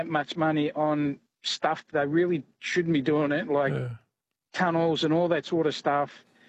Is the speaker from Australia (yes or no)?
yes; Taylors Lakes, Victoria, Australia; But, I grew up in Taylor's Lakes, East Keeler.